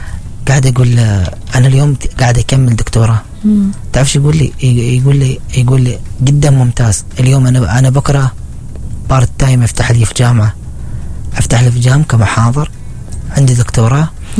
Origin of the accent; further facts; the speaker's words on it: Oman; يعني الهوية العمانية كانية نقلتها هناك.